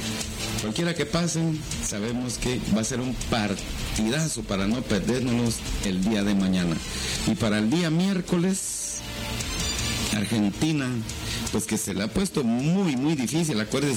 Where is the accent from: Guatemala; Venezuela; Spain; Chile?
Guatemala; Lamentablemente se nos vedó esa oportunidad como aficionados, como guatemaltecos, decisiones totalmente pues que van en contra de los derechos que tenemos como ciudadanos guatemaltecos.